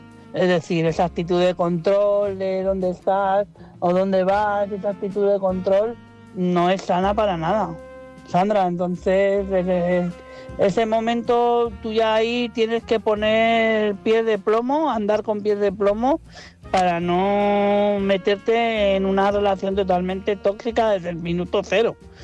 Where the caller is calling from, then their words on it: Madrid, Community of Madrid, Spain; de Madrid.